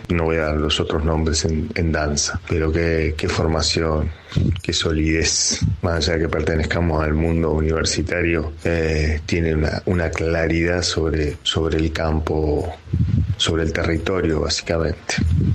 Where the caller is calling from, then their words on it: Viedma, Río Negro, Argentina; de Viedma.